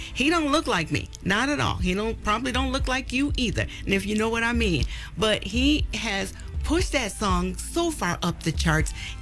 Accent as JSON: {"language": "English", "town": "Bald Knob", "region": "Arkansas", "country": "United States", "tie": "born or raised there", "also_born_or_lived": "Little Rock, Arkansas", "said": "I was born in Little Rock, Arkansas. Grew up in Bald Knob, Arkansas, which is not very far from Little Rock."}